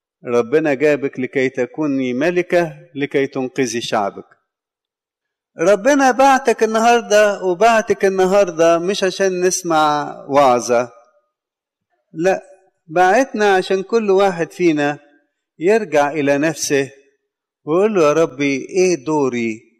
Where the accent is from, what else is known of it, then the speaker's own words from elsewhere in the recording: Egypt; كأقباط ولا كمصريين ككل